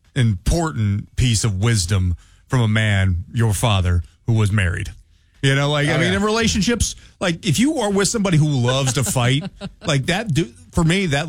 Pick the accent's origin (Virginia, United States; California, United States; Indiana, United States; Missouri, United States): Missouri, United States; St. Louis; I grew up in St. Louis, sure. Home AB, so it's all AB products.